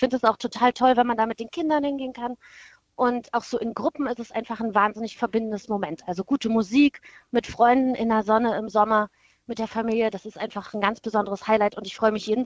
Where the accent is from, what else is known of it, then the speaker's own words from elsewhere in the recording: Halle, Saxony-Anhalt, Germany; ich komme aus Halle.